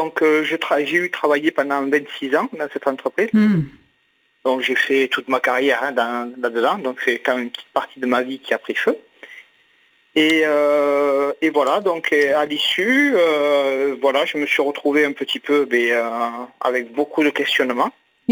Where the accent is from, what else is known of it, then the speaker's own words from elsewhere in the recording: South-West France, France; accent: south-western; du sud-ouest.